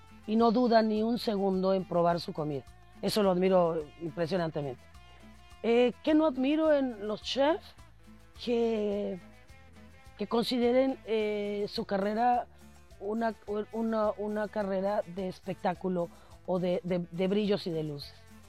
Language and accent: Spanish; Mexico; todo reconocimiento te permite darte cuenta como mexicano que, porque a veces perdemos eso, perdemos esa, la conciencia de que estamos en un gran país con una diversidad impresionante en todos los sentidos